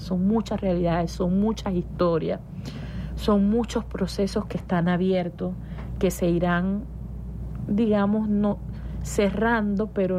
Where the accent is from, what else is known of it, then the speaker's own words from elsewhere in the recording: Venezuela; lo amoroso que somos los venezolanos y las venezolanas